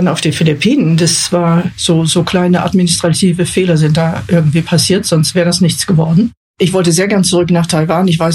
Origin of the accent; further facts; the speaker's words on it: Bremen, Germany; now in Grünberg, Germany; lebe in Grünberg, welches gar nicht weit weg ist von Mücke. Ich stamme ursprünglich aus Bremen.